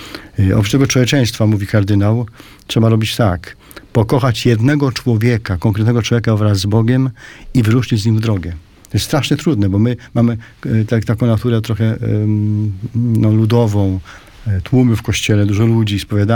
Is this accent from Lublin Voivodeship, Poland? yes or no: no; Łomża, Podlaskie Voivodeship, Poland; U nas w Łomży